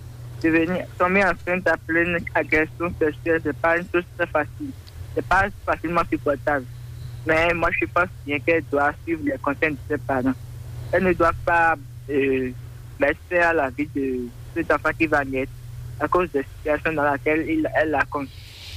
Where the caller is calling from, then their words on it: Goma, North Kivu, DR Congo; Oui, je suis à Goma.